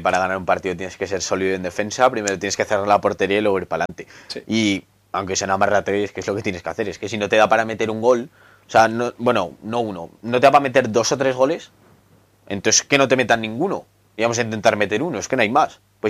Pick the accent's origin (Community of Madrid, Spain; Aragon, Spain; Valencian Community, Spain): Aragon, Spain; Ardisa; yo saludo a toda la gente de mi pueblo, Ardisa